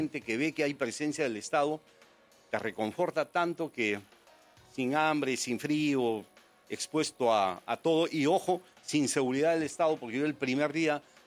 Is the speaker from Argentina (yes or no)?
no; Sihuas, Arequipa, Peru; born or raised there